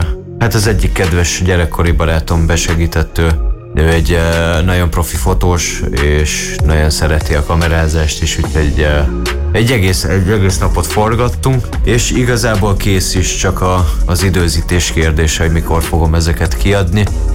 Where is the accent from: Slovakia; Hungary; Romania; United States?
Romania; Transylvania; Otthon Erdélyben írtam meg mind a kettőt, és ugye most otthon Erdélyben is forgattuk le a klippeket rájuk.